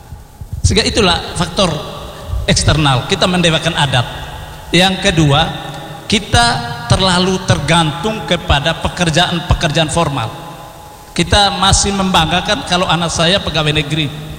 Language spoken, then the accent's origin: Indonesian; East Nusa Tenggara, Indonesia; kita orang NTT